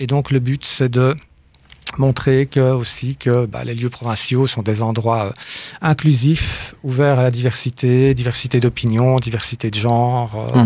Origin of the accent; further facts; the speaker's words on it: Belgium